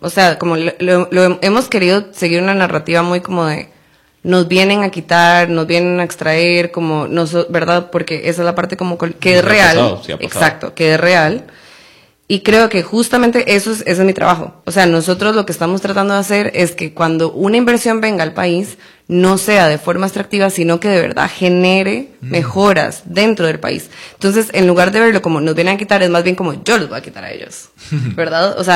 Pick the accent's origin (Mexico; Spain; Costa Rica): Costa Rica; como los ticos nos deberíamos sentir muy orgullosos de lo que se ha logrado en esa área.